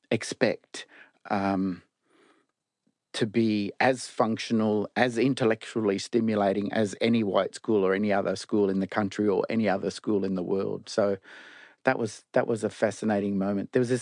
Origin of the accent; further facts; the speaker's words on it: Bundaberg, Queensland, Australia; I'm from Bundaberg, I was working in Cherbourg, and as a black fella